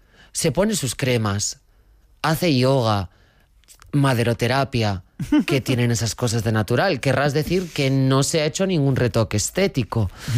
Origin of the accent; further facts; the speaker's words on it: León, Castile and León, Spain; born there; also born or lived in Mallorca; Nací en León capital. Me cumplí el año en Mallorca.